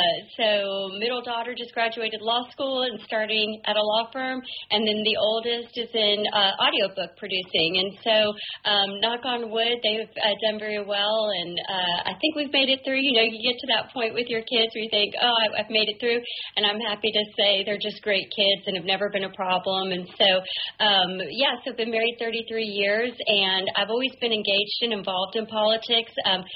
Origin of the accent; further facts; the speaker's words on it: Kentucky, United States; My home state of Kentucky